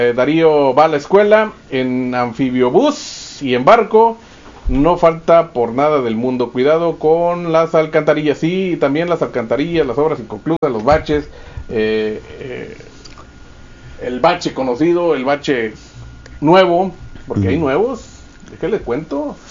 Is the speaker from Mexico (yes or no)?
yes; Tamaulipas, Mexico; also born or lived in Revolución Verde neighbourhood; Ah, yo soy de la López. Ah, bueno, soy de la Revolución Verde, pero crecí en el seno de la López Mateos.